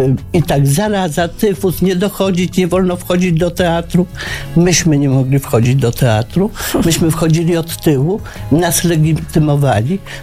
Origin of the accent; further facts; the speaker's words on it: Łódź, Łódź Voivodeship, Poland; No nie, no i pewnie, że nie, i to wszyscy Żydzi z Łodzi i oglądaliśmy